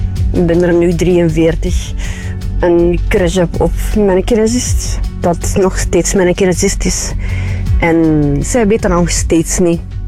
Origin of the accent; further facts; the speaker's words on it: Dendermonde, East Flanders, Belgium; Hey, ik ben iemand uit Tendermonde en mijn groot geheim, of wat het ook is, is dat ik eigenlijk al...